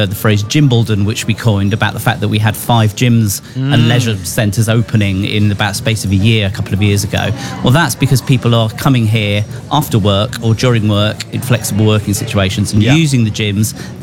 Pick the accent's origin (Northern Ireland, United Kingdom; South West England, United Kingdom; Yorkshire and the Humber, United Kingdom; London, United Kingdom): South West England, United Kingdom; Weymouth; I was in a small town in Dorset, so Weymouth is my hometown.